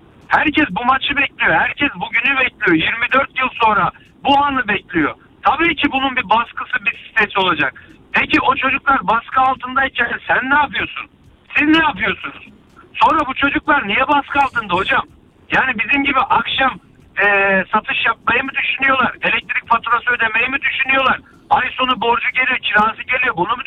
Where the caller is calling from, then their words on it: Istanbul, Turkey; İstanbul'dan arıyorum.